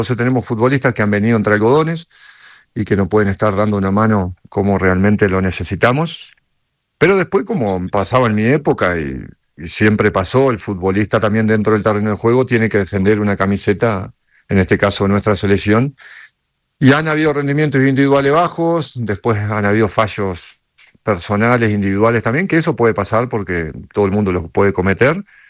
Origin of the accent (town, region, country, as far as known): Uruguay